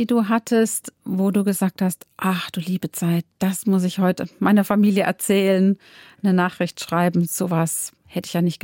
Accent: Germany; als Deutsche

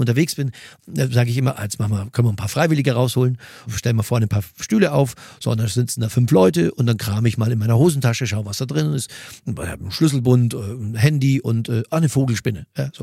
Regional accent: Mühldorf am Inn, Bavaria, Germany

